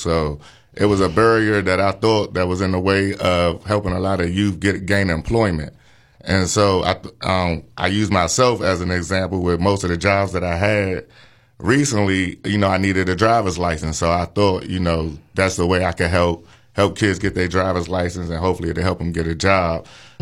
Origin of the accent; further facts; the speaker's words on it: Washington, District of Columbia, United States; I'm from D.C.